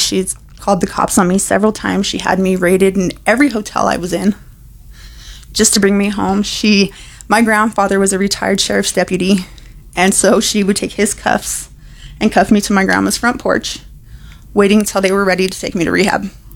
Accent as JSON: {"language": "English", "town": "Fort Morgan", "region": "Colorado", "country": "United States", "said": "from Fort Morgan."}